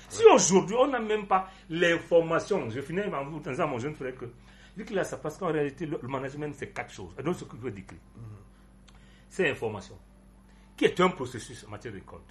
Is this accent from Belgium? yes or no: no; Cameroon; Moi, je suis Camerounais.